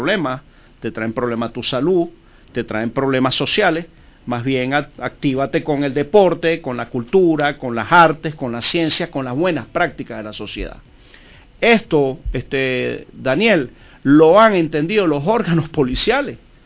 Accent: Caracas, Capital District, Venezuela; Yo me crié en una barriada, en una zona populosa de Caracas. Yo me crié en Casalta 2.

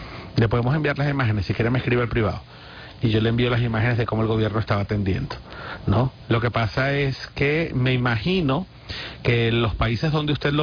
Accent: Venezuela; Y cuando digo nosotros es porque somos todos, venezolanos, venezolanas, los caraqueños, los guayeños, los maracuchos, los aragüeños

